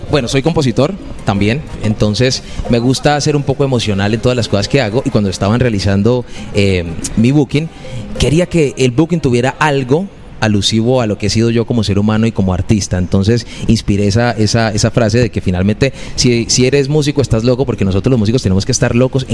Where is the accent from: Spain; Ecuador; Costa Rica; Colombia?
Colombia; El Cerrito, Valle del Cauca; also born or lived in Palmira; Yo nací en Palmira, soy pues de aquí cerquita. Me crié en el Cerrito